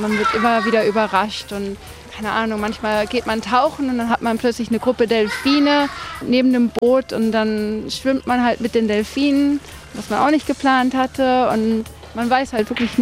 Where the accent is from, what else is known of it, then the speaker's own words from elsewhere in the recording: Spain; moved away as an adult; also born or lived in Austria; meine Mutter ist Deutsche, mein Vater ist Spanier. Wir sind in Spanien halt aufgewachsen. Mein Bruder und ich sind aber auf die deutsche Schule gegangen in Spanien. Und ich habe dann im Endeffekt in Österreich studiert